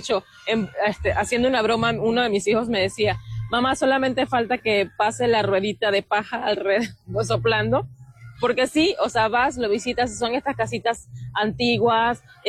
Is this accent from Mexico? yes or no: yes; Mexico; nos quitaron como mexicana, voy a decir mexicana, pues toda esta extensión de tierra